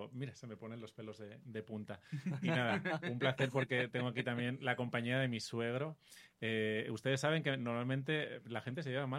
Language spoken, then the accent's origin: Spanish; Spain; Yo, como españolete